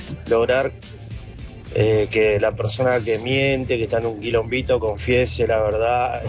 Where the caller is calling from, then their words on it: Quilmes, Buenos Aires Province, Argentina; de Quilmes.